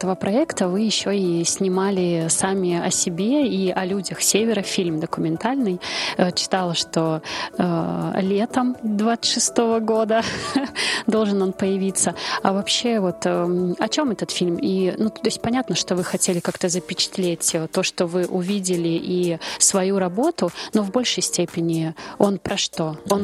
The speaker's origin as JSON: {"language": "Russian", "town": "Mirny", "region": "Sakha Republic", "country": "Russia", "tie": "born or raised there", "said": "Я родом отсюда, из Мирного."}